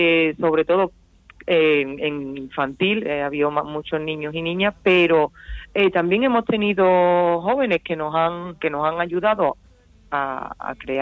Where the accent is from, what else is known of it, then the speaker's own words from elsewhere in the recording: Benamahoma, Andalusia, Spain; yo en mi pueblo todos los planes son perfectos, pero sí es cierto que lo mejor que tenemos aquí en Benamaoma es las fiestas de moros y cristianos